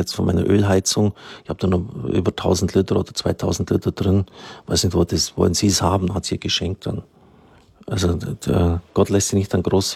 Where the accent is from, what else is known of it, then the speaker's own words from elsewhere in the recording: Baden-Württemberg, Germany; ich bin ja auch ein Schwabe